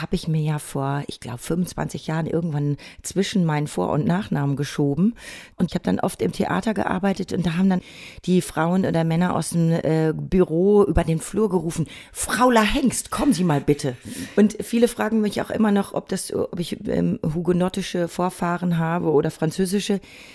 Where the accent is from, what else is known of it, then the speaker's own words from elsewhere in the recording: Bad Salzuflen, North Rhine-Westphalia, Germany; now in Berlin, Germany; in meiner Kindheit und Jugend in Bad Salzuflen, in so einer Kleinstadt